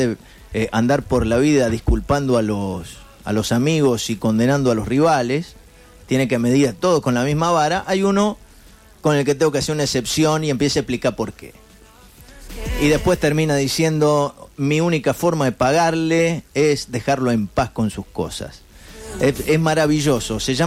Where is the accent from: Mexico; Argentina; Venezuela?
Argentina; como argentino va a decir, si ese ya ganamos, nosotros tenemos Messi